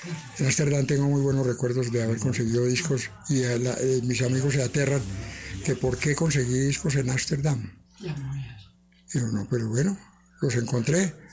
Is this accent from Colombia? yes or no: yes; Pereira, Risaralda, Colombia; now in Bogotá, Colombia; cuando llegué a Bogotá en los años 62, la primera vez que estuve en Bogotá, cuando me vine de mi pueblo, Pereira